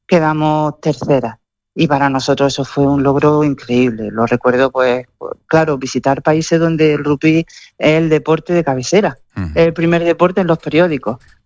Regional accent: Bilbao, Basque Country, Spain; born there; now in Granada, Spain; Bueno, yo nací en Bilbao por ocasión, por circunstancias de la vida.

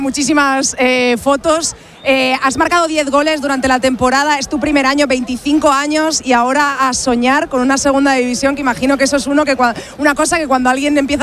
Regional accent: Zamora, Castile and León, Spain; Que yo soy de Zamora.

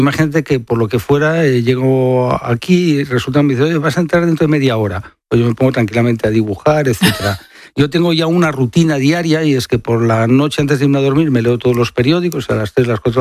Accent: Barcelona, Catalonia, Spain

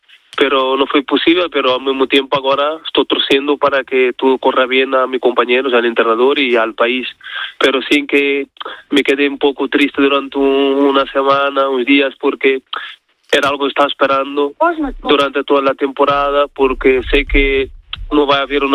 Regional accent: Portugal; born there; Spanish is a second language; Yo nací en Portugal, pero mi familia toda es de Cabo Verde. Y siempre ha estado ligado con la cultura caboverdiana, tanto con la música, la comida y todo. Entonces, siempre ha estado ligado, por más que naciera en Portugal.

